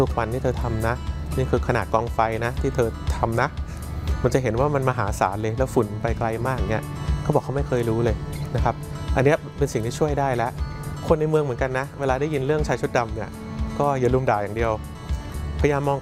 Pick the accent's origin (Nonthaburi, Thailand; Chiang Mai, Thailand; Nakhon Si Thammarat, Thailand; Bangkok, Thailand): Bangkok, Thailand; จริงๆแล้วเนี่ยเราเองคนกรุงเทพไม่ได้หมายความว่าเราจะยุ่งเฉพาะฝุ่นกรุงเทพนะ